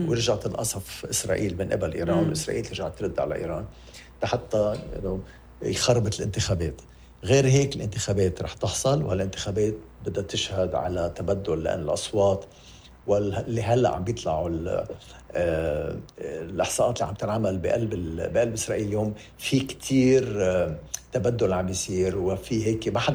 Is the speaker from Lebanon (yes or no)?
yes; Lebanon; نحن نضبع بعضنا كلبنانيين